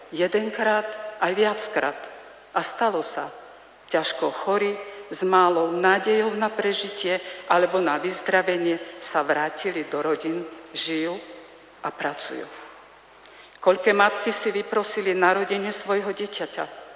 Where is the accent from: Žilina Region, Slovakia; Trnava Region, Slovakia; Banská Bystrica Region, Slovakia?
Žilina Region, Slovakia; Zákamenné; narodila som sa v Zákamenom a celý život aj v Zákamenom žijem.